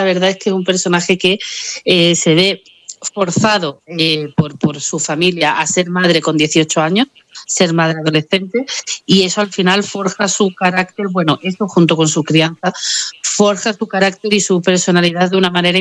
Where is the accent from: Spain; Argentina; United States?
Spain; Andalusia; malagueña de nacimiento, sigo viviendo en mi pueblo, también de Málaga